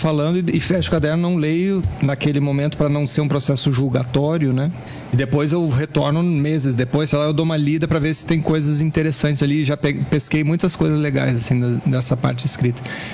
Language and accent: Portuguese; Brasília, Federal District, Brazil; born there; Eu nem sei de onde é que eu sou direito. Eu sou nascido em Brasília, né?